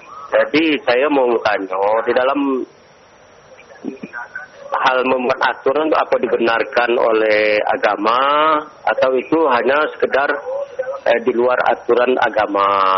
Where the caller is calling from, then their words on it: Jambi, Indonesia